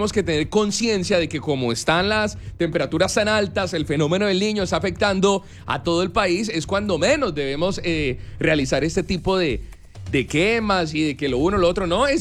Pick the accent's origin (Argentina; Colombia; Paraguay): Colombia